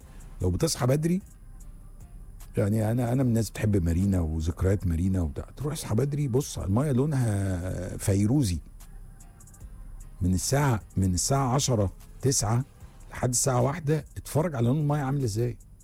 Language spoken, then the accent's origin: Arabic; Egypt; عندنا في مصر